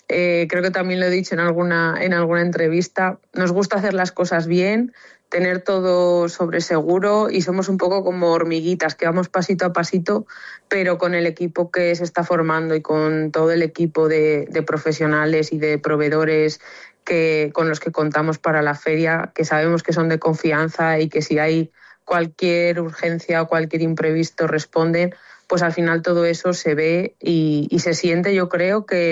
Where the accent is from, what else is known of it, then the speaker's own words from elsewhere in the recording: Salamanca, Castile and León, Spain; now in Zamora, Spain; Yo, bueno, como sabéis, soy de Salamanca, que lo he dicho muchas veces, y me vine ya a Zamora el lunes de la semana pasada.